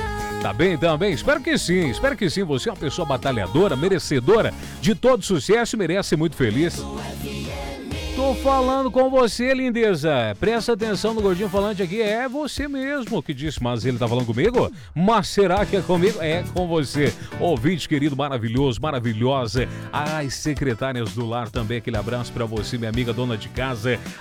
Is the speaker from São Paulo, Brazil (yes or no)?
no; Chapecó, Santa Catarina, Brazil; also born or lived in Xaxim, Brazil; now in Xanxerê, Brazil; eu nasci em Xaxim, me criei em Chapecó e hoje eu moro aqui em Xanxerê, viu só? sou do povo aqui pertinho, né? Sou do povoado nosso, da nossa região oeste de Santa Catarina